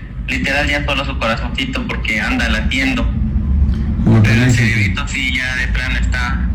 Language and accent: Spanish; San Cristóbal de las Casas, Chiapas, Mexico; now in Tuxtla Gutiérrez, Mexico; Mi hermano, nosotros somos originarios de San Cristóbal